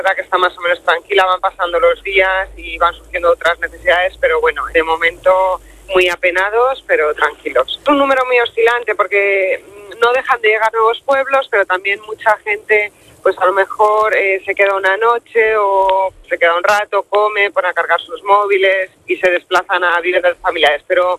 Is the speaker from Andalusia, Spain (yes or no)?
no; Castilla-La Mancha, Spain; qué es lo que más te gusta de Guadalajara, pues la Sierra Norte, que pues está al final al lado de mi pueblo, que hemos pateado tanto